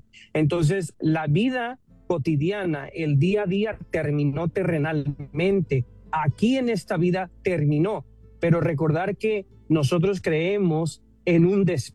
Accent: Mexico; now in California, United States; yo, mi familia somos de México, ¿verdad? Yo radico aquí en el estado de California, pero en México, específicamente Michoacán

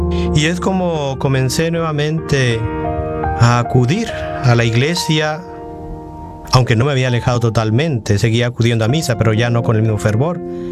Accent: Magdalena, Jalisco, Mexico; Soy originario de Magdalena, Jalisco. Pertenezco a una familia en donde fuimos 8 hermanos. Soy el 5º de ellos.

